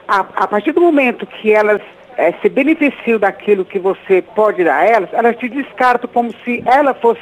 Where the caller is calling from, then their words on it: São Paulo, Brazil; Eu sou de São Paulo